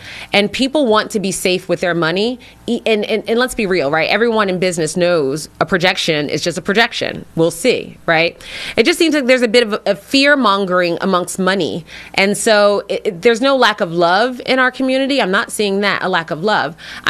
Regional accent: Philadelphia, Pennsylvania, United States; I'm a West Philly girl.

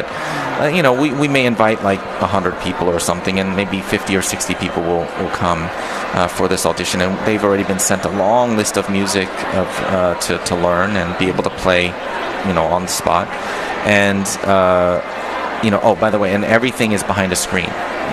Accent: Lexington, Kentucky, United States; moved away; growing up in a small town in Lexington, Kentucky

